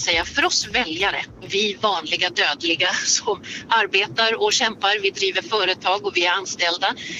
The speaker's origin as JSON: {"language": "Swedish", "region": "Norrland", "country": "Sweden", "tie": "born or raised there", "said": "jag är ju uppvuxen uppe i Norrland."}